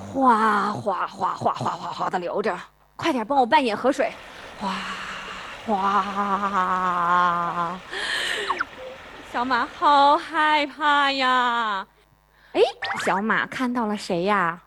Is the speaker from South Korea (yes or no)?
no; Hong Kong; 大家好，我是来自香港的 … 。今天呢是我第一次在内地给小朋友们上课